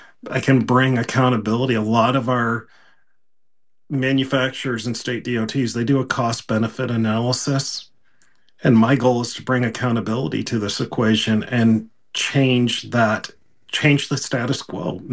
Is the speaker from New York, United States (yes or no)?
yes; New York, United States; I liken it, I grew up in Western New York, to ribbon candy.